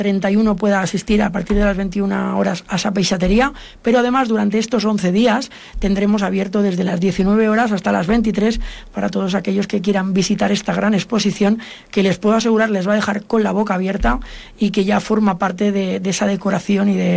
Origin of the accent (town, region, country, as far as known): Ibiza, Balearic Islands, Spain